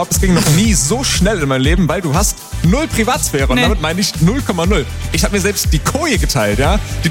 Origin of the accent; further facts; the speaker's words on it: Greece; Ja, ich komme aus dem Meer, bin Grieche.